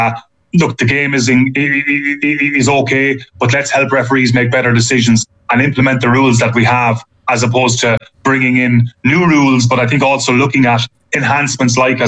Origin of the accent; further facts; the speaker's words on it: Ballingarry, Munster, Ireland; I'm from a place called Ballingarry in South Tipperary.